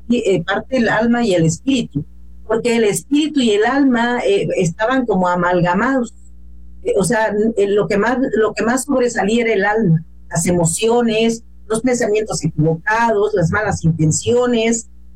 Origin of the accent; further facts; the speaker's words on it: Topolobampo, Sinaloa, Mexico; born there; la verdad, donde yo nací es una región muy bonita, y a nuestro México es hermoso, y tiene muchas regiones pues hermosas, quizá que no son tan comerciales o que son tan conocidas, pero Topolobampo es una de ellas